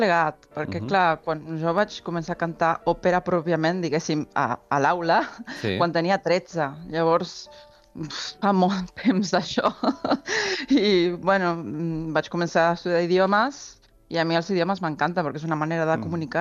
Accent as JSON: {"language": "Catalan", "country": "Argentina", "tie": "born or raised there", "second_language": "Catalan", "moved": "as an adult", "said": "Clar, al principi va ser un xoc, perquè tenia 20 anys i fa molt d'això també. Llavors, bueno, des del meu barri d'Argentina, arribar aquí, el tema de l'idioma em quedava com molt lluny, no?"}